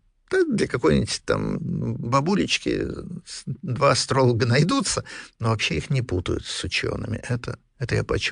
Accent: Russia; Я говорю, да я вот из России

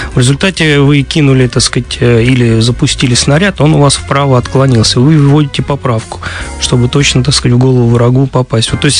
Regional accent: Moscow, Russia; мы все, москвичи

